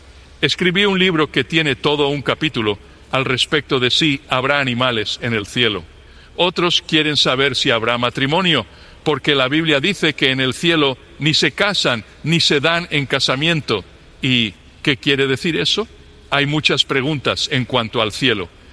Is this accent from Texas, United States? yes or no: no; Toledo, Ohio, United States; born there; Nací en Toledo, Ohio, y vivo en el sur de California.